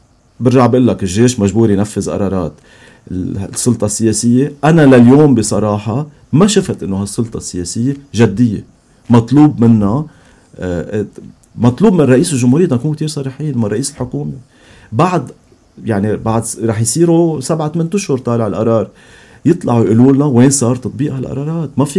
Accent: Lebanon; انا كمواطن لبناني

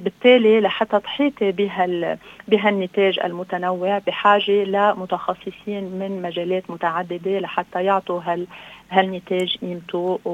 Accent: Lebanon

